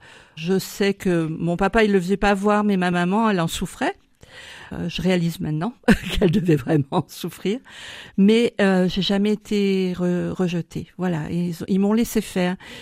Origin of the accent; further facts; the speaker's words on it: Lyon, Auvergne-Rhône-Alpes, France; Je suis, on va dire, lyonnaise. Voilà, depuis l'âge de 2 ans où je suis arrivée à Lyon, je suis lyonnaise avec des racines méditerranéennes du côté de ma maman et du sud-ouest de mon papa.